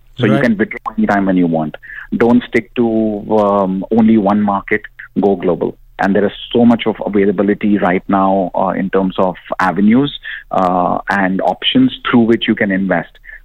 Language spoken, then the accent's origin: English; Mumbai, Maharashtra, India; Like I come from Mumbai